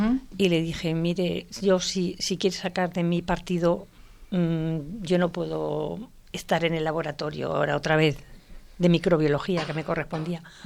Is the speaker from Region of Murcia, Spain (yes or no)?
yes; Murcia, Region of Murcia, Spain; moved away as an adult; now in Madrid, Spain; Entonces mi padre al final, para que pudiéramos estudiar todos, se trasladó a Madrid. Y yo me trasladé de Murcia a Madrid